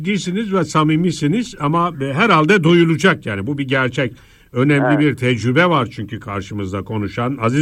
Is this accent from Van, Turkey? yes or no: yes; Van, Turkey; Van'ın içinden, merkezinden efendim. Mercümek Mahallesi derler bizim şey. Ben evet. orada büyüdüm, doğdum ama asıl Bahçesaray, yani köklerimiz orada.